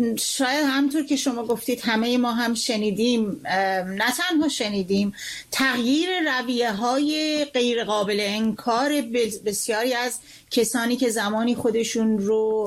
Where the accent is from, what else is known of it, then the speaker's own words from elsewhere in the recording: Iran; moved away; مایی که در بیرون از ایران هستیم